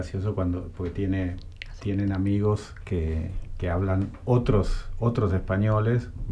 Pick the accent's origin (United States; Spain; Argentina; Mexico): Argentina; moved away